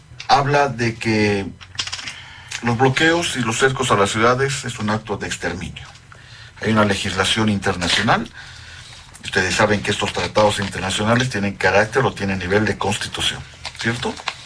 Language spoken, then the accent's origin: Spanish; Cochabamba, Bolivia; la gente dice en Cochabamba, que es de donde yo vengo